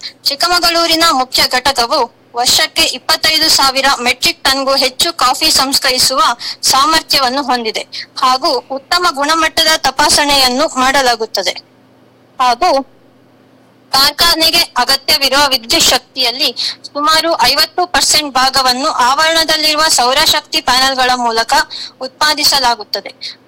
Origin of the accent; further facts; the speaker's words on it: Koppa, Karnataka, India; now in Chikmagalur, India; ಕೊಪ್ಪದಿಂದ ಬಂದಿರೋದು ಸರ್.